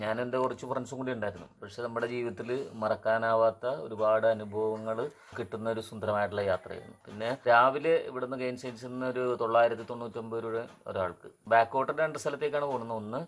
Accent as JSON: {"language": "Malayalam", "area": "Ernakulam", "region": "Kerala", "country": "India", "said": "ഞാൻ എറണാകുളം തന്നെ സ്വദേശിയാണ്."}